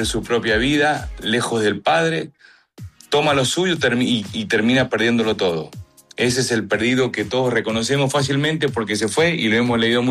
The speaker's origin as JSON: {"language": "Spanish", "region": "Mendoza", "country": "Argentina", "moved": "yes", "lives_now": "Miami, United States", "said": "Bueno, soy argentino de la ciudad de Mendoza, vivo aquí en Miami ya hace 25 años."}